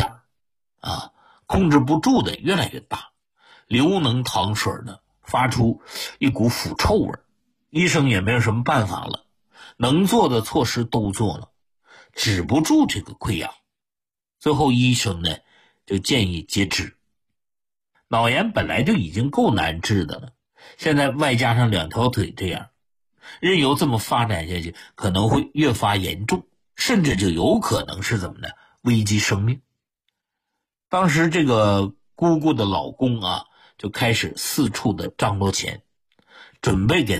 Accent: northern China, China; 我们是北方人嘛

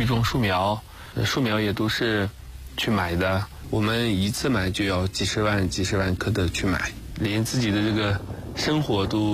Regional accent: Minqin, Gansu, China; moved away; 风把沙子刮得和墙一样高了，羊就可以顺着沙子走到这个房上。我就觉得我们家乡太难了，我现在还年轻，

